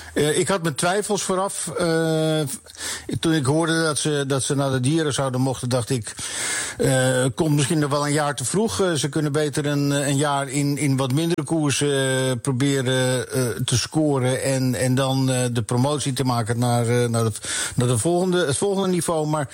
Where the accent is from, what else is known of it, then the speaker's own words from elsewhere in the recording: Netherlands; als Nederlander